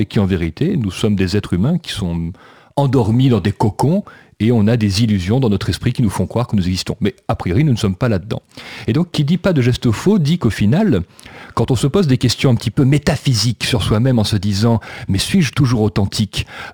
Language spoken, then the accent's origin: French; Southern France, France; Moi, je viens du Sud. Et dans le Sud, on a souvent l'habitude de parler avec ses mains, comme on dit.